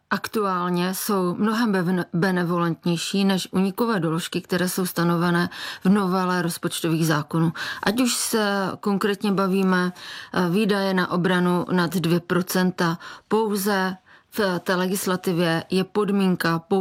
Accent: Moravian-Silesian Region, Czechia; Já jsem z Moravskoslezského kraje, mým městem prošla tak velká povodeň, že jsme měli 80% města zničeného.

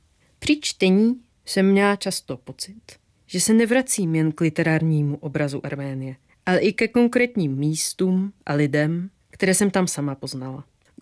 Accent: Poland; Czech is a second language; now in Prague, Czech Republic; Jsem Polka, žijí v Praze

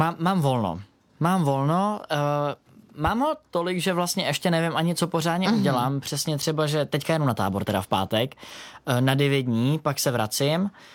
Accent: Prague, Czechia; born there; also born or lived in Benešov area, Central Bohemian Region; já jsem se narodil v Praze, v Podolí, pak jsme bydleli v Hostivaři, ale tenkrát ještě úplně Hostivař nebyla část Prahy.

